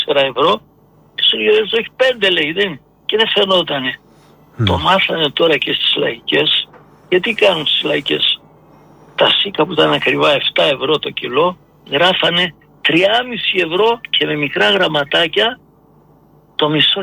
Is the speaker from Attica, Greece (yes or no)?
yes; Nikaia, Attica, Greece; now in Ilion, Greece; πέρασα τα 80 όπως σου λέω, μεγάλωσα στα Μανιάτικα της Κοκκινιάς